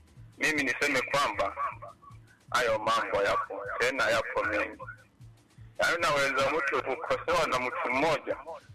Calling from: Singida, Tanzania; Natokea maeneo ya Ponyanumbu hapo kwa Ward Mabiazi Barete mkoa ni Simida dangu.

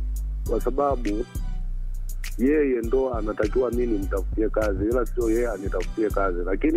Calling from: Iringa, Tanzania; kutoka Kaning'ombe.

